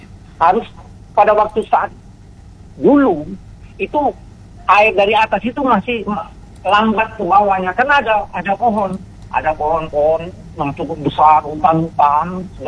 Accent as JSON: {"language": "Indonesian", "region": "West Sumatra", "country": "Indonesia", "tie": "born or raised there", "moved": "yes", "said": "Di kampung saya itu Sumatera, itu Sumatera Barat"}